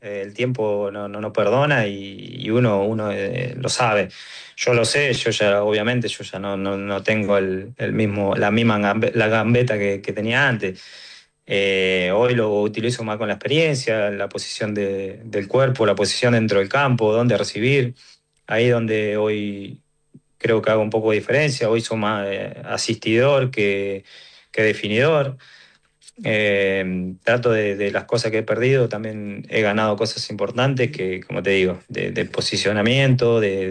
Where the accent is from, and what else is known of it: Argentina